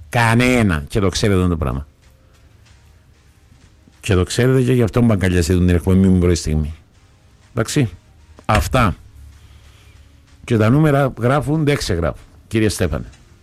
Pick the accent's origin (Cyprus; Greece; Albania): Cyprus; Astromeritis, Nicosia District; Γεννήθηκα στον Αστρομερίτη, είμαι Αστρομεθιανός, είμαι ένας χορκάτης, μια χαρά είμαι περήφανος.